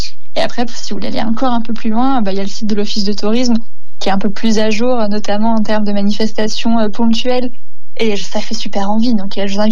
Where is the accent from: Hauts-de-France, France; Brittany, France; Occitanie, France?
Occitanie, France; Alors sur la route, parce qu'il y a très peu de voitures chez nous en Lozère, mais aussi c'est génial pour courir, pour marcher, et puis le lac pour nager.